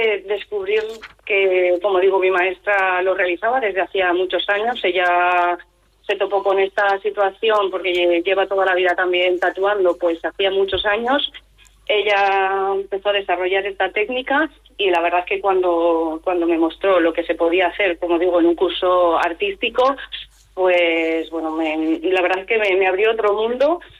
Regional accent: Logroño, La Rioja, Spain; Soy riojana, logroñesa. Bueno, con raíces también valencianas. Mi padre es riojano, de aquí de Logroño, y mi madre es de Valencia.

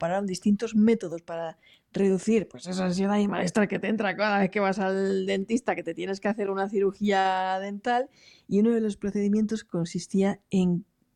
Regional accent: Alicante, Valencian Community, Spain; yo, por ejemplo, que soy del Mediterráneo, de Alicante, yo cuando voy a la playa siempre me gusta situarme en una zona donde el agua rompe contra unas roquitas, ¿no?

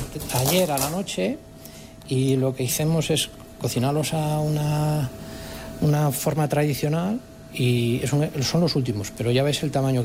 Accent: Mondoñedo, Galicia, Spain; also born or lived in Santiago de Compostela

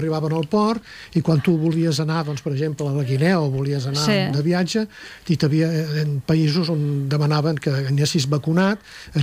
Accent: Tarragona, Catalonia, Spain; Jo sóc fill del barri del Port, vull dir, vaig néixer l'any 53 al carrer Castellarnau, he viscut tota la vida tocant el Port.

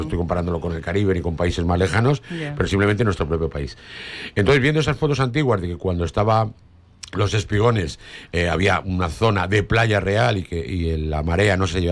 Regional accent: Madrid, Community of Madrid, Spain; now in Marbella, Spain; en mi infancia, yo soy de Madrid, como ya sabéis, sí, pues veraneábamos como catetos madrileños en Cullera, Gandía, Torre Valdina, la costa, sí, sí, de Levante.

